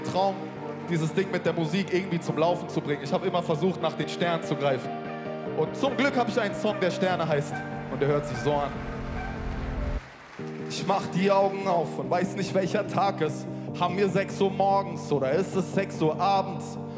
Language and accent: German; Oberkirch, Baden-Württemberg, Germany; ich bin in Oberkirch geboren und aufgewachsen. Das ist 30 Minuten von hier entfernt.